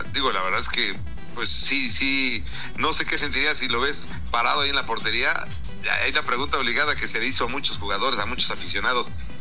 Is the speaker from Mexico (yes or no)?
yes; Mexico; Nosotros mismos, pues los mexicanos